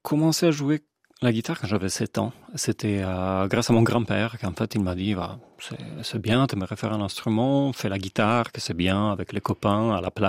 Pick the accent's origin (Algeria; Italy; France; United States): Italy; Como, Lombardy; moved away as an adult; now in Switzerland; je suis italien. Je viens de Como. Ma ville natale est Como, où j'ai vécu jusqu'à mes 25 ans avant d'aménager ici en Suisse romande. Donc, la grande partie de mes études a été faite là-bas, à Como. J'ai fait l'université à Milano.